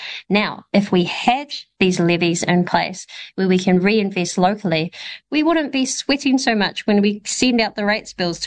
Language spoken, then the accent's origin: English; New Zealand; You know, every you go overseas anywhere and you say, I'm from New Zealand, and they go, ah, the haka, you know, ah, the All Blacks.